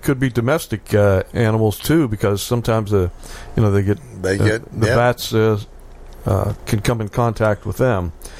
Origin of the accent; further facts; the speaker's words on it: Wheeling, West Virginia, United States; growing up in Wheeling